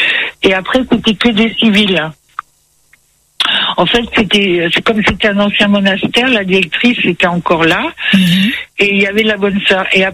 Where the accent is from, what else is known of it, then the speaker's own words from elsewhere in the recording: Grand Est, France; Parce que moi, je suis née en Alsace et je suis née